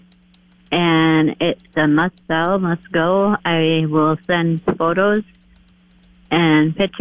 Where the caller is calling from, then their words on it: Beardsley, Minnesota, United States; I live in Beardsley, Minnesota.